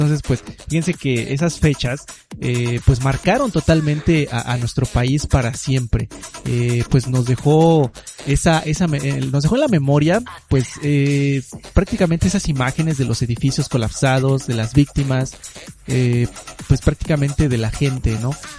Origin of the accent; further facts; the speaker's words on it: Mexico; pues como mexicanos solemos responder unidos